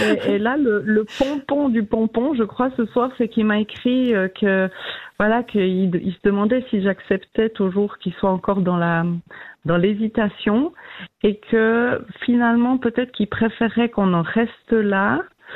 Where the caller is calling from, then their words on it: Vaud, Switzerland; J'habite de près des Chalons.